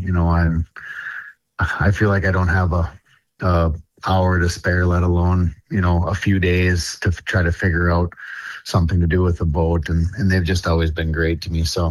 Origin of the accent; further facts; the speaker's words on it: Grand Rapids, Michigan, United States; It's right here in my hometown, Raysport Marine Grand Rapids.